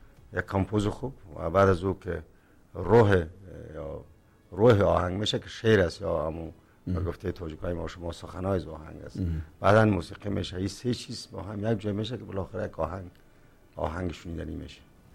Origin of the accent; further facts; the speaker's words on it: Tajikistan; moved away; من تاجیکم